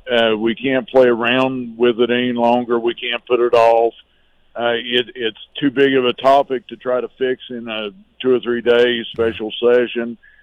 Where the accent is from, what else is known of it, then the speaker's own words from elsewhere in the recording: West Virginia, United States; I've been blessed. I grew up in Summers County. I had a good education in Hinton High School, you know, and went on and had great opportunities because I had a good foundation.